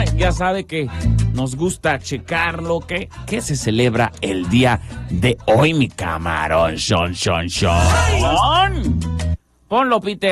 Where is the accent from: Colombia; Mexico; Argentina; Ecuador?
Mexico; Yucatán; Los yucatecos casi no tenemos cuello